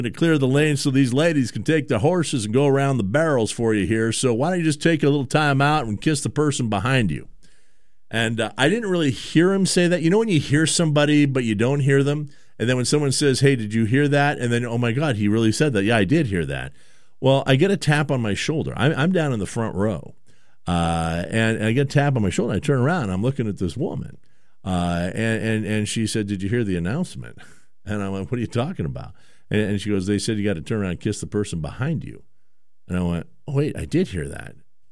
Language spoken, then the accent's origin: English; Canada; I grew up in Canada.